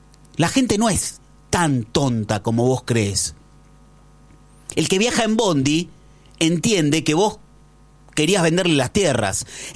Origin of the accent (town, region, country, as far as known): Argentina